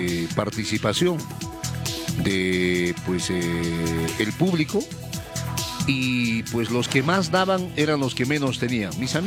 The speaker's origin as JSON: {"language": "Spanish", "region": "Cusco", "country": "Peru", "said": "Por eso mi abrazo a mi tierra bella"}